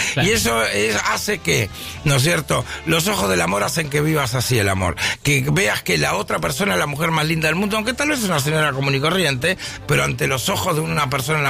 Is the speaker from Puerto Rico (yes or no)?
no; Argentina